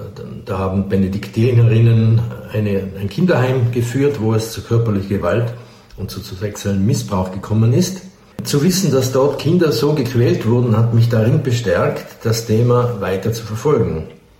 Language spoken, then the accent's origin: German; Götzens, Tyrol, Austria; Das war ein Skistar aus den 1970er Jahren, der in meinem Heimatdorf Götzens aufgewachsen ist. Er war ein paar Jahre älter als ich und der Held meiner Kindheit.